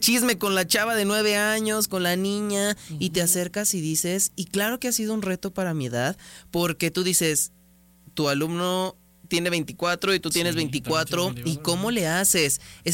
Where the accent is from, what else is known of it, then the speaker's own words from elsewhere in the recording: Aguascalientes, Mexico; el folclórico de mi tierra, aguascalentenses